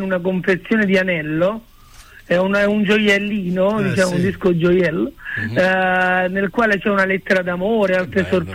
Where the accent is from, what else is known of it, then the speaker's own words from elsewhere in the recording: Campania, Italy; now in Milan, Italy; Io sono del Cilento, sì, però vivo da tanti anni a Milano.